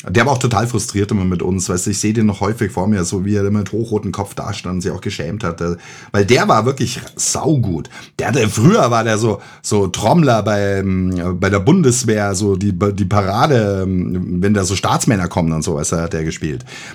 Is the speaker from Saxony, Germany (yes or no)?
no; Bavaria, Germany; Und da haben sie mich reingesteckt in dem Dorf, wo ich aufgewachsen bin, in Bayern.